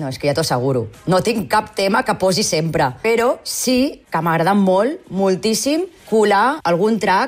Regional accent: Sitges, Catalonia, Spain; això és tornar al meu poble, a Sitges, jo sóc d'aquí

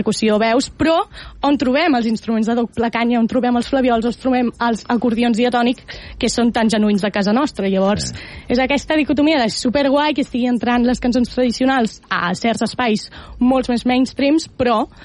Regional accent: L'Hospitalet de Llobregat, Catalonia, Spain; now in El Prat de Llobregat, Spain; i jo també he crescut a l'Hospitalet, però ara visc al Prat.

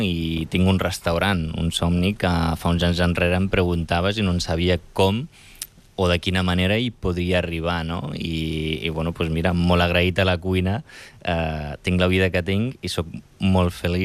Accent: Rif, Morocco; Catalan is a second language; now in Catalonia, Spain

